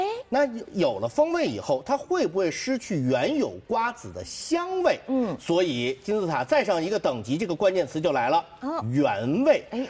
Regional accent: Shanghai, China; 咱们上海人认的是什么？

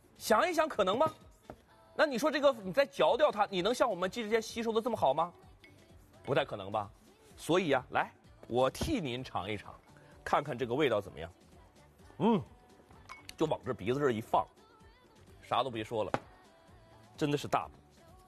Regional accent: Heilongjiang, China; 不要以为我们东北人就全都能吃到参

